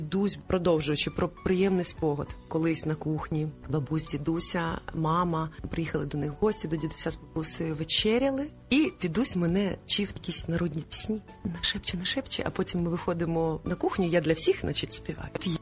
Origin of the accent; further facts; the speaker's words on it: Kyiv, Ukraine; Я народилася в Києві. В звичайній родині мама викладала в університеті, тато працював в правоохоронних органах. Я навчалася в школі, в українській, до речі, тоді їх було небагато в Києві.